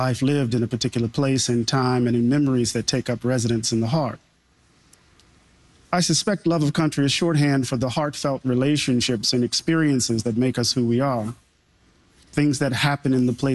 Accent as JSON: {"language": "English", "region": "Mississippi", "country": "United States", "said": "Maybe it's because I'm from Mississippi."}